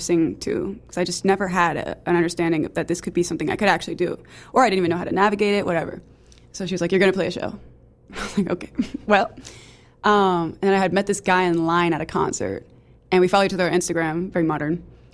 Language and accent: English; Shreveport, Louisiana, United States; moved away as an adult; now in New Orleans, United States; I'm from Louisiana. I've been living in New Orleans for about 6 years now. I moved here for college.